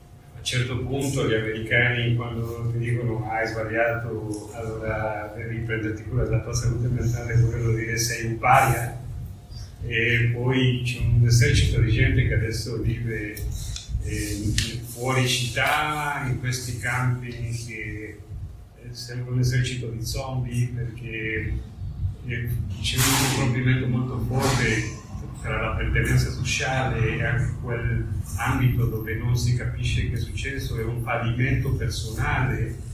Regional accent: Mexico; Italian is a second language; moved away; Io vengo dal Messico

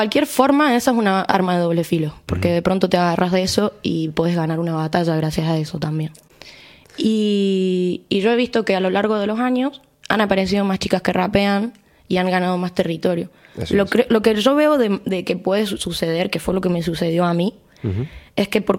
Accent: Córdoba, Argentina; En mi caso, yo vengo de Córdoba capital.

